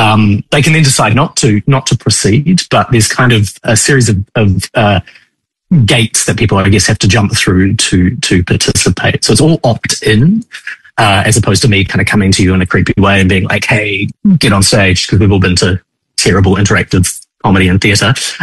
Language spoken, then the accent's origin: English; New Zealand; moved away; Growing up in New Zealand